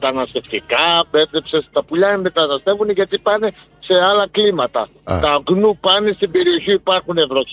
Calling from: Komotini, Eastern Macedonia and Thrace, Greece; Εγώ είμαι από Κομωτινή.

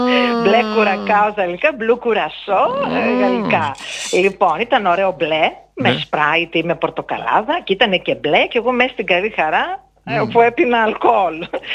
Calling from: Serres, Central Macedonia, Greece; απολαμβάνω αυτή την εποχή εδώ στην πόλη μου.

